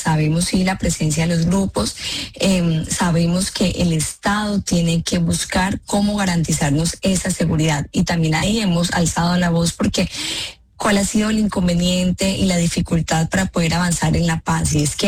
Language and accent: Spanish; Norte de Santander, Colombia; nos entristece como norte santandereanos.